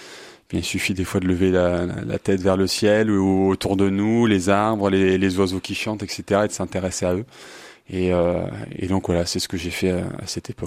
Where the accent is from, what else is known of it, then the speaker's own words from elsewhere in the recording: Bourgogne-Franche-Comté, France; je viens d'un petit village au fond de la campagne nivernaise. J'ai 33 ans.